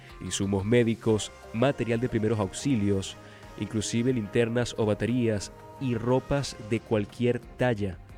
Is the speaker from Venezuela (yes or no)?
yes; Venezuela; lo mejor que podemos hacer como venezolanos